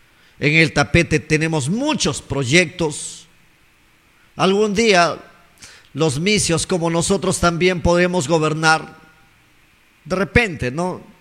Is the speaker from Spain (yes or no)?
no; Cajaruro district, Amazonas, Peru; los destinos de mi pueblo, del distrito de Cajaruro